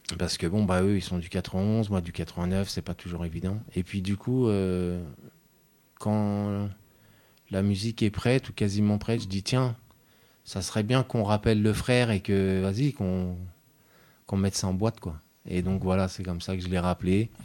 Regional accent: Montreuil, Île-de-France, France; moved away as an adult; now in Yonne, France; Alors, moi, je suis de Montreuil à la base. Je suis un pur Montreuilois. Et en 2012, je décide de partir un peu de la banlieue.

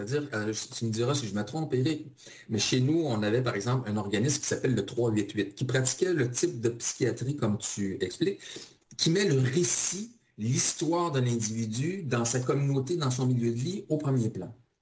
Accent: Quebec, Canada

